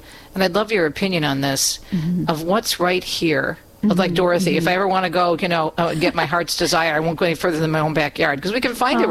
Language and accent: English; Michigan, United States; Michigan is my home state. Now, my husband and I reside half of the year in southeastern Michigan